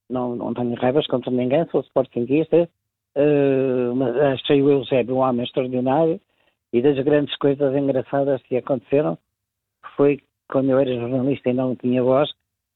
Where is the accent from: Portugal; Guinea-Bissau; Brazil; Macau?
Portugal; born there